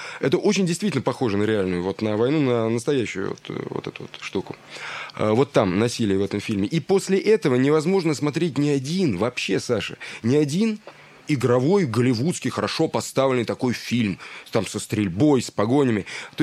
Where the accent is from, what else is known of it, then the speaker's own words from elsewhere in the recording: Russia; у нас в России не то, что мы русские, ну, какая разница, ну, мы евреи, ну, мы там, я не знаю, татары, все равно мы россияне